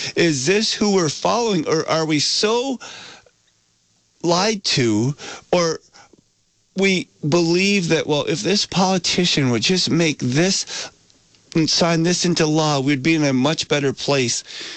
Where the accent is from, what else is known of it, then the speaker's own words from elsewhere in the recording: Vermont, United States; as an American, as a Vermonter